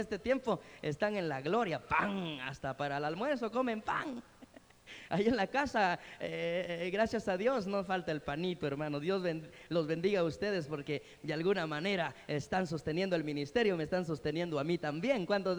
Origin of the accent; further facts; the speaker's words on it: Guatemala; born there; moved away; Y ahí crecí yo. Y los que ya conocen mi casa saben que mis papás viven en una casita de adobe allá en el pueblo.